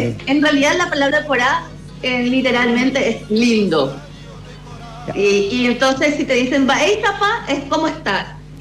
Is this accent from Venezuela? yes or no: no; Paraguay; now in Chile; Sí, bueno, soy más chilena que paraguaya a esta altura de mi vida.